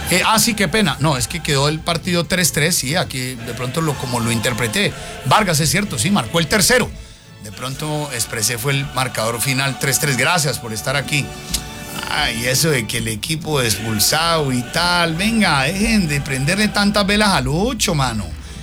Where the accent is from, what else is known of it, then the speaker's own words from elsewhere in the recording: Colombia; Podemos hacer, claro, como civiles, ¿no? Claro, como colombianos.